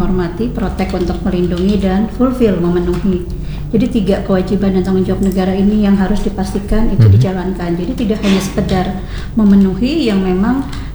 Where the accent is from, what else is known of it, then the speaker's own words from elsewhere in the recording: Sulawesi, Indonesia; Dari Sulawesi.